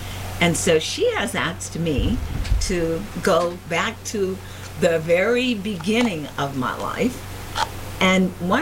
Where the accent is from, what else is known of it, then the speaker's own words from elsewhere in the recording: Avalon, Mississippi, United States; also born or lived in Grenada, Mississippi; I was born in Grenada, Mississippi, in Grenada Hospital, and my family lived actually in Avalon, Mississippi, but Grenada was the closest town. We actually lived in the country, as they called it then, but out on the farm, on the plantation. We were sharecroppers